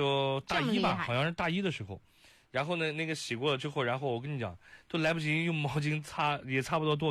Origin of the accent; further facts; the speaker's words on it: Northeast China, China; moved away; 我土生土长的东北人。